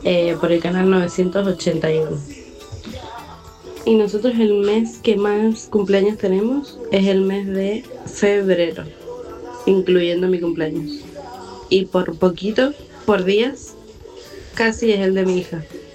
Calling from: Mendoza, Argentina; soy de Mendoza.

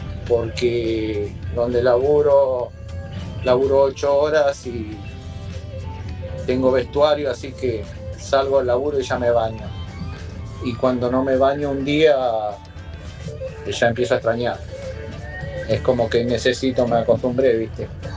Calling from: Merlo, Buenos Aires Province, Argentina

